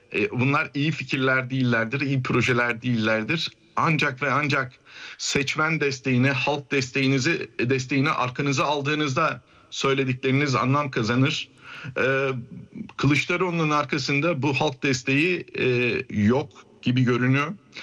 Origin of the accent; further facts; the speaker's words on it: Kilis Province, Turkey; Yani kendi memleketimde akrabalar için söylenir. Akrabanın akrabaya yaptığını akrep yapmaz der kilisliler.